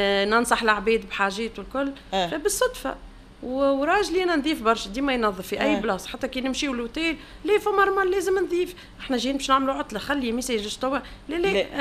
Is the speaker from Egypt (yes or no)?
no; Tunisia; moved away as an adult; now in Germany; خاطر انا صغاري ديما نحكي معاهم تونسي فيعرفوا تونسي، ديما يجوا لتونس فيعرفوا تونسي،